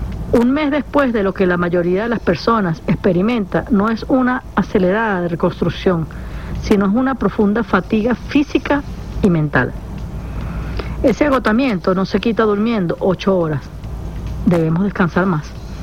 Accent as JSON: {"language": "Spanish", "country": "Venezuela", "said": "somos hermanos, somos venezolanos."}